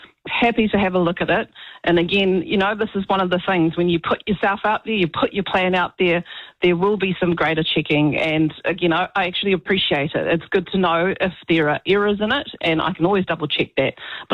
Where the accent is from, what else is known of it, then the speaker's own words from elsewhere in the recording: Porirua, Wellington, New Zealand; You know, it's a bit different because I'm from Porirua